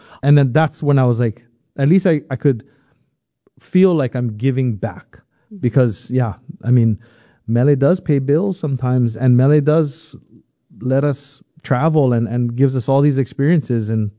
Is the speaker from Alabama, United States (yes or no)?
no; Hawaii, United States; maybe I can speak for all of us as a Hawaiian musician or just a musician from Hawaii even.